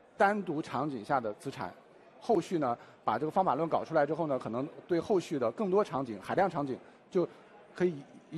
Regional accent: China; 我们中国人特别擅长的工程化的能力

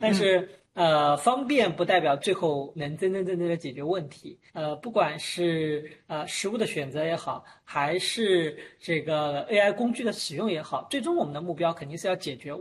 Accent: Shanghai, China; 我们上海人有句话

